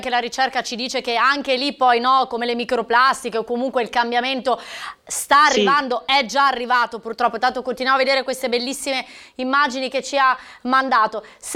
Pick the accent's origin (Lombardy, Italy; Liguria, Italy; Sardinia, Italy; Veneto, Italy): Liguria, Italy; Genoa; Siamo genovesi, sì.